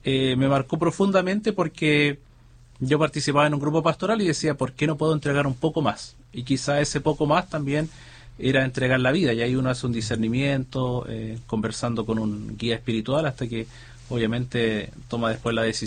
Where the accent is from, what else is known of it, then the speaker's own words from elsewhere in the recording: Concepción, Biobío, Chile; yo soy oriundo de Concepción, surgió en el Colegio Salesiano de Concepción